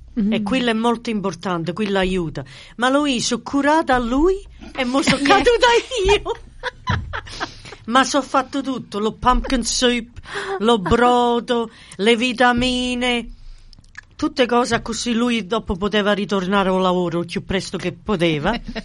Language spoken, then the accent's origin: Italian; Rome, Lazio, Italy; Io romano com'è.